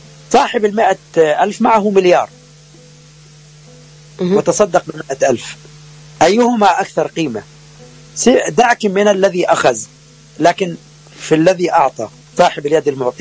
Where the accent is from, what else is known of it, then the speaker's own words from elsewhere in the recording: Egypt; وعندنا في مصر يقولوا لقيني ولا تغديني